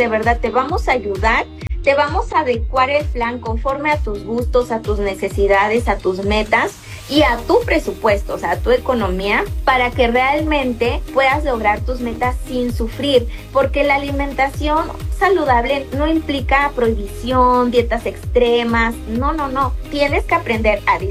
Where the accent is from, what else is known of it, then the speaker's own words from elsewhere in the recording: Mexico; somos mexicanos.